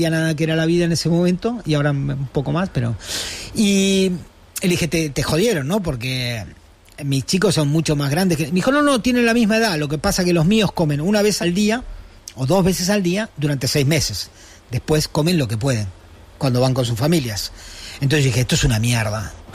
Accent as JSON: {"language": "Spanish", "region": "Patagonia", "country": "Argentina", "tie": "born or raised there", "also_born_or_lived": "Buenos Aires / Florence", "moved": "as an adult", "lives_now": "Barcelona, Spain", "said": "yo soy de la Patagonia"}